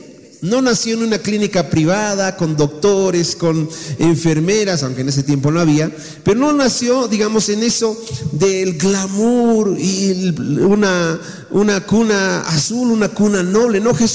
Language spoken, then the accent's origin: Spanish; Bolivia; porque somos bolivianos